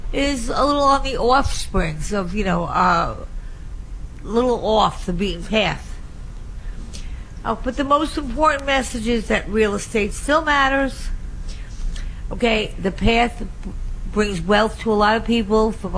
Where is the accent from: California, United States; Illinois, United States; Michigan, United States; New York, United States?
New York, United States; Long Island; I grew up on Long Island.